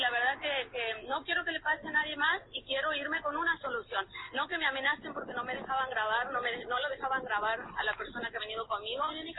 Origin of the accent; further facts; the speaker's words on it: Quimilí, Santiago del Estero, Argentina; Soy oriunda de Santiago del Estero, más precisamente de Quimilí.